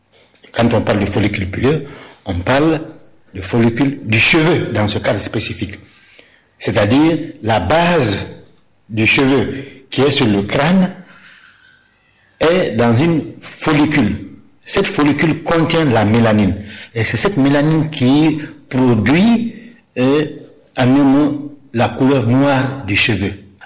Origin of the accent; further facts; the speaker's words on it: Guinea; chez nous en Guinée